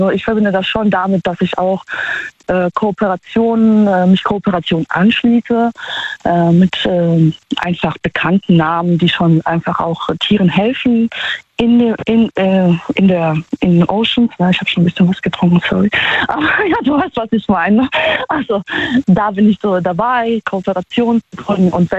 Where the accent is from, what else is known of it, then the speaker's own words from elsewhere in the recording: Poland; Ich komme auch aus Polen, ich bin jetzt auch nicht Gold geboren, sage ich jetzt mal.